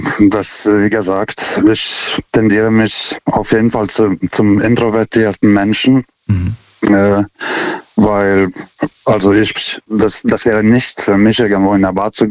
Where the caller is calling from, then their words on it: Karlsruhe, Baden-Württemberg, Germany; German is a second language; Hier ist der … aus Karlsruhe. Ich rufe zum zweiten Mal an.